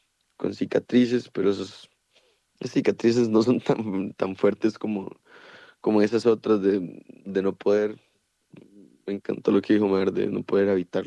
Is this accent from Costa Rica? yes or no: yes; Pérez Zeledón, San José, Costa Rica; now in Heredia, Costa Rica; yo soy de Pérez Zeledón, vivo aquí en Heredia hace sí, relativamente poco, sí, entré en 2022 a la universidad